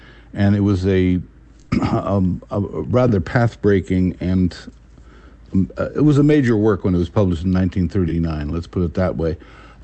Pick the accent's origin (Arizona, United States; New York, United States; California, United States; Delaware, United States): California, United States; San Francisco; Well, actually, I come from San Francisco, and I was in a musical community that actually, to a certain extent, was aware of Juneteenth